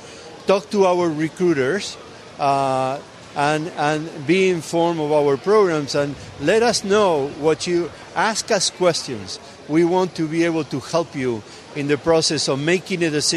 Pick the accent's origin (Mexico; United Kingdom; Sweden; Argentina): Argentina; Rosario, Santa Fe; now in United States; He's from my hometown